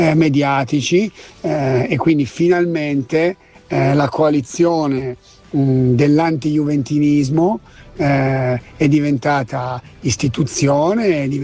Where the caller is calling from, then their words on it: Turin, Piedmont, Italy; da Torino